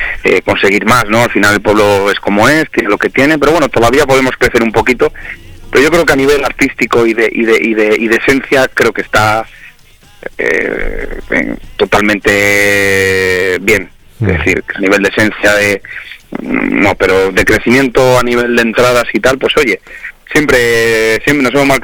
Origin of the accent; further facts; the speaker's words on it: Castile and León, Spain; yo siempre digo que Tierra de Campos es una zona... No sé, es porque estoy yo súper enamorado, ¿no? de mi tierra, de mi pueblo